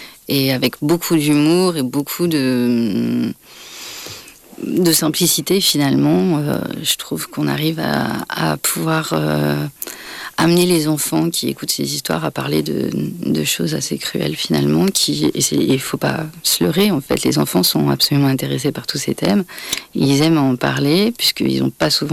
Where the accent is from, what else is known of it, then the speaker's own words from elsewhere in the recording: France; en tant que Française, blanche